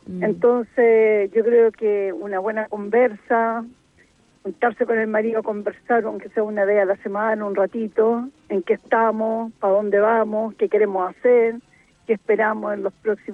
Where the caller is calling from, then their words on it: Santiago, Santiago Metropolitan Region, Chile; De Santiago.